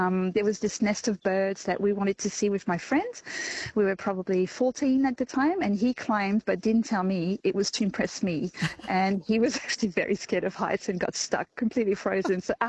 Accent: Auvergne-Rhône-Alpes, France; English is a second language; Yes, in fact, I grew up in the French Alps, so as far as I can remember, I was climbing cliffs and trees.

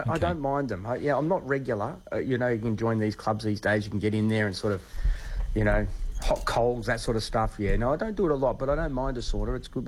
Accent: Sydney, New South Wales, Australia; now in Sunshine Coast, Australia; I grew up down around Sydney way, and I used to love the water, even the cold water. Since I've moved to the sunny coast, I actually prefer summer now.

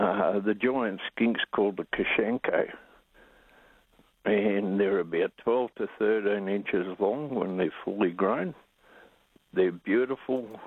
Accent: Victoria, Australia; And I said that I came from Victoria, where snails were about 25 mil.

